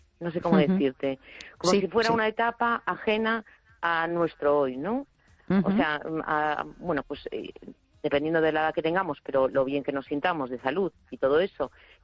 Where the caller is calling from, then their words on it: A Coruña, Galicia, Spain; de La Coruña.